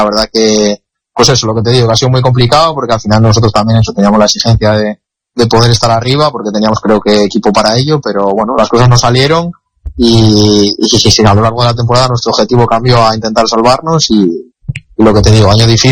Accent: Santander, Cantabria, Spain; now in Granada, Spain; aquí estoy ya en Santander con la familia, que llevaba tiempo sin verles, y bien, descansando y aprovechando para disfrutar un poco de la tierruca.

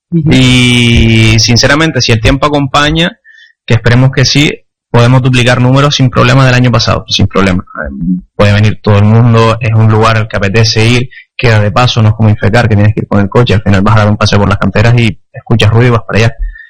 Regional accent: Canary Islands, Spain; me incluyo como canario

